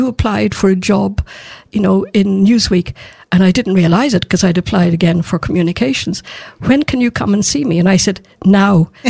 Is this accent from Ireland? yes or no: yes; Dublin, Leinster, Ireland; also born or lived in Mayo; I mean, I'm a Dubliner. My grandparents came from the centre of Dublin, Phibsborough. I was born near the Basin on Blessington Street. So when we moved to Mayo, it shifted my focus away from theatre and cultural things